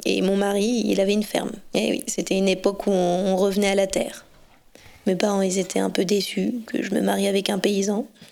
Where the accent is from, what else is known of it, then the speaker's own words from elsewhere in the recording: Ouroux, Auvergne-Rhône-Alpes, France; also born or lived in Lyon / Beaujeu; je suis native d'Ouroux, dans le Rhône, donc c'est pas très loin d'ici. Il y avait les fermes à côté, mais je n'ai pas grandi, moi, dans une ferme.